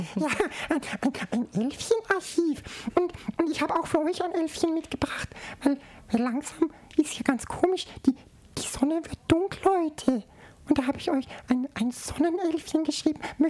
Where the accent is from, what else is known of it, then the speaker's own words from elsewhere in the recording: Salzburg, Austria; Weil ich komme ja aus Salzburg und ich wohne in Salzburg.